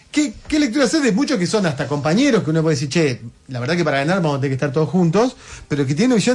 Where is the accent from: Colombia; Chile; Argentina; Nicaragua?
Argentina; Bahía Blanca, Buenos Aires Province; yo soy de Bahía Blanca